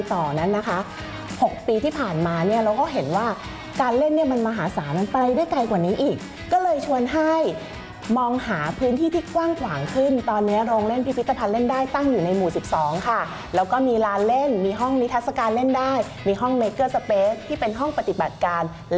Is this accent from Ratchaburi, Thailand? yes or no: no; Bangkok, Thailand; เองนะคะเกิดและเติบโตในกรุงเทพเนาะบ้านก็เป็นบ้านตึกแถวเราก็ชอบเล่นมากๆเลย